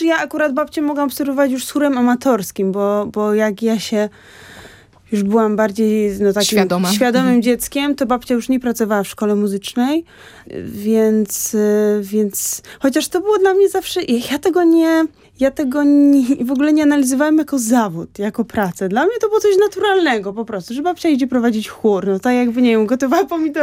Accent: Kraków, Lesser Poland, Poland; ja chodziłam też do liceum ogólnokształcącego, do piątki w Krakowie

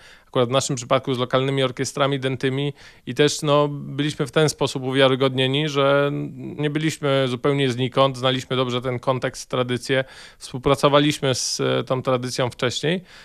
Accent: Greater Poland Voivodeship, Poland; moved away as an adult; now in Roztocze, Poland; pochodzimy z różnych regionów, Ines z Nadmorza, ja z Wielkopolski, zamieszkaliśmy na Roztoczu

